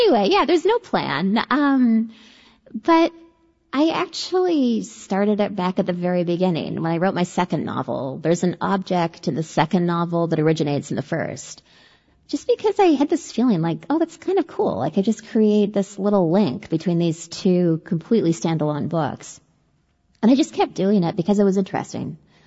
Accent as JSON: {"language": "English", "town": "Denman Island", "region": "British Columbia", "country": "Canada", "tie": "born or raised there"}